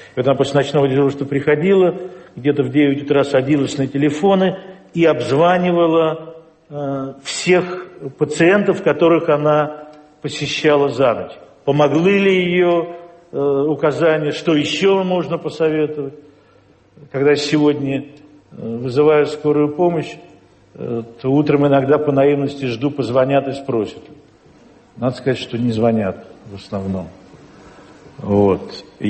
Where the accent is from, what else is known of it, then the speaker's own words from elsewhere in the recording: Siberia, Russia; born there; Я родился вообще в Сибири.